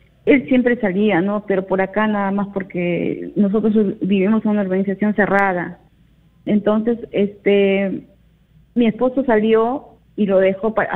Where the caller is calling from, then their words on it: Trujillo, La Libertad, Peru; Yo vivo en Natasha Alta, sí, por la Corte